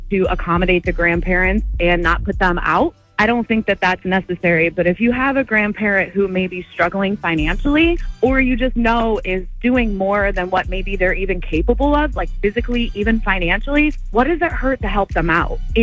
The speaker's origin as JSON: {"language": "English", "town": "Akron", "region": "Ohio", "country": "United States", "said": "I'm from Akron, Ohio"}